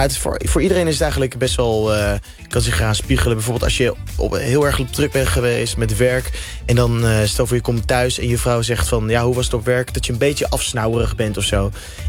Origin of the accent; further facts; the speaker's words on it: Drenthe, Netherlands; Ik wist helemaal niet, ik ben opgegroeid in Drenthe.